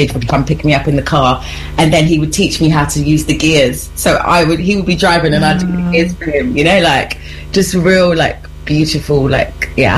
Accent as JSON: {"language": "English", "region": "London", "country": "United Kingdom", "said": "No, I'm not from West London. They're from West London. Oh. I'm from East London."}